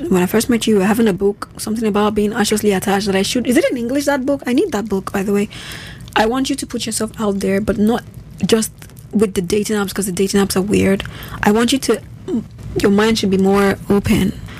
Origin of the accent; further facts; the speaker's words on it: Nigeria; now in Germany; There's still a lot of things to learn as a Nigerian living in Germany, because the culture shocks are so different.